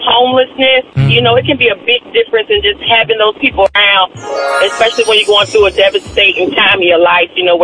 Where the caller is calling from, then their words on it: Norfolk, Virginia, United States; I'm calling out of Norfolk, Virginia.